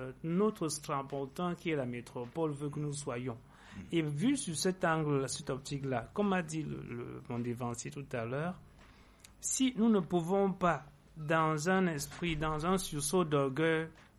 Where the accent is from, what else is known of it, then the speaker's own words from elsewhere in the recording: Yaoundé, Centre, Cameroon; ma commune, celle de Yaoundé 4e